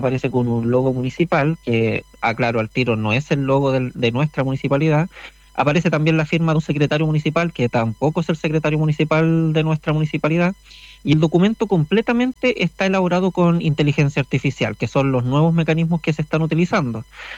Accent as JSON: {"language": "Spanish", "town": "Panguipulli", "region": "Los Ríos", "country": "Chile", "said": "somos todos de Panguipulli, los comités son de aquí mismo."}